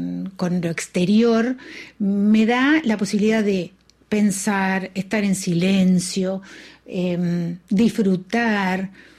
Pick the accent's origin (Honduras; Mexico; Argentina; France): Argentina